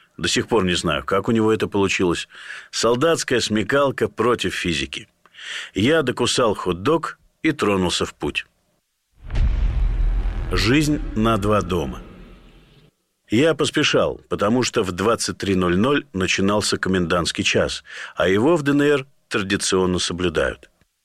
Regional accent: Donetsk, Donetsk Oblast, Ukraine; И в Донецке наконец-то смогут махнуть водички из крана, как в детстве. Впрочем, я опытный дончанин. И у меня дома все было запасено с лихвой.

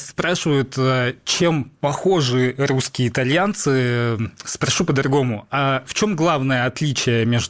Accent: Russia; когда узнавали, что я из России.

